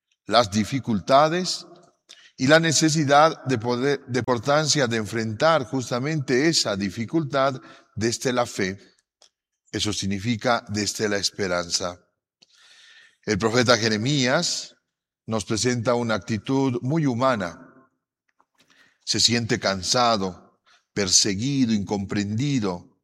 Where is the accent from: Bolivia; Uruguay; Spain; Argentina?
Bolivia